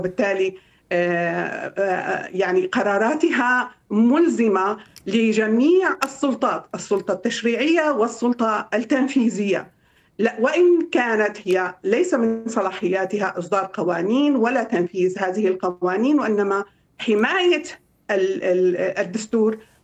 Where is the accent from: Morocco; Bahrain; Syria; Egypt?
Syria; نحن كسوريين وقانونيين وقضاة ومحامين